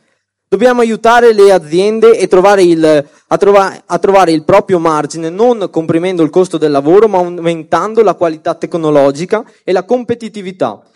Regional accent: Veneto, Italy; io vengo dalla Riviera del Brenta, che è un territorio tra Venezia e Padova

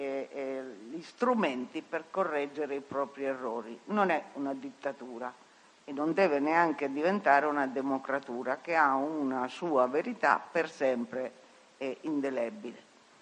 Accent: Piedmont, Italy; Io sono piemontese, la cooperativa agricola di Asti, per esempio, è un modello da seguire.

